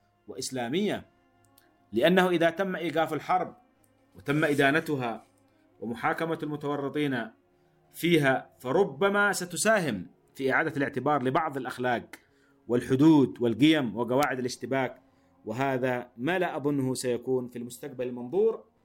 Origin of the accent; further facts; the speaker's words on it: Yemen; ثم لم نجدهم نحن كيمنيين إلا شركاء قذرين ووقحين في مجازر بشعة وفظيعة